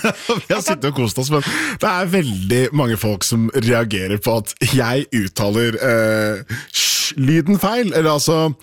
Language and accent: Norwegian; Oslo, Norway; for meg så er det sosiolekt. Jeg er fra Haugenstua i Oslo.